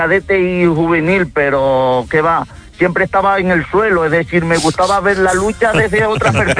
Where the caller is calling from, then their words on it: Tenerife, Canary Islands, Spain; yo soy de Tenerife y aquí una gran tradición y arrastra mucha afición es la lucha canaria.